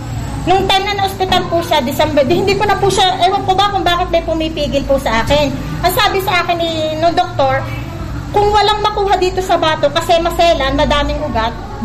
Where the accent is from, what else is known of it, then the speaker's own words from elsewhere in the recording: Calapan, Oriental Mindoro, Philippines; Nasareto po.